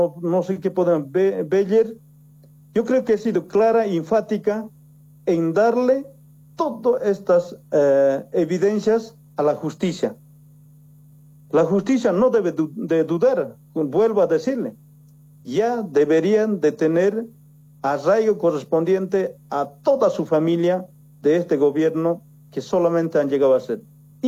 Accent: Bolivia

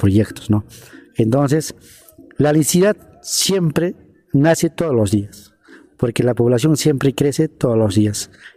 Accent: Peru; porque yo soy de Yuricancha

